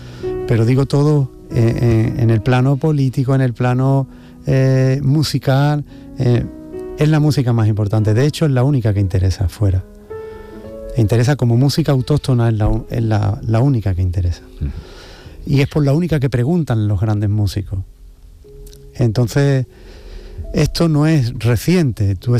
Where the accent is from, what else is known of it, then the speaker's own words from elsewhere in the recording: Huelva, Andalusia, Spain; yo no soy de Sevilla, yo soy de Huelva.